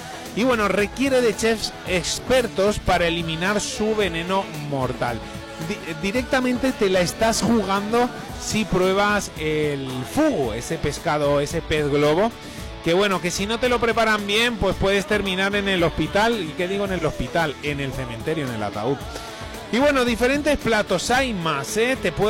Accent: Valencian Community, Spain; moved away; En Valencia es muy tradicional, en mi tierra, la carne de caballo

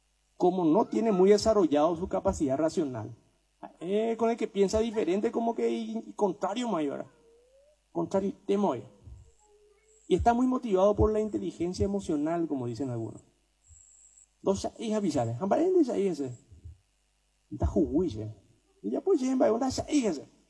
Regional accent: Paraguay; Nuestra manera de ser. ¿Por qué somos como somos los paraguayos?

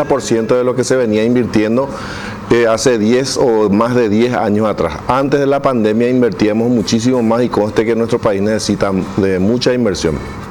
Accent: Paraguay

